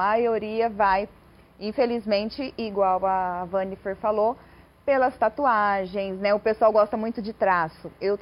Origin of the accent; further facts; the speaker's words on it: Taboão da Serra, São Paulo, Brazil; Eu sou do Taboão da Serra